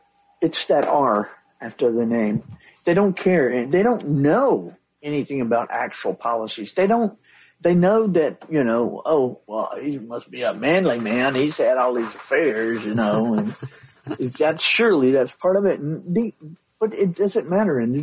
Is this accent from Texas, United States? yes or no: yes; Texas, United States; I'm from Southeast Texas. I have a very Southeast Texas rural family.